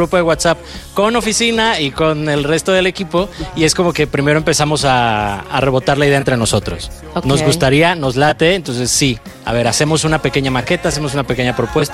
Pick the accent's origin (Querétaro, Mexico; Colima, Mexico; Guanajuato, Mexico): Querétaro, Mexico; soy de Querétaro, okay.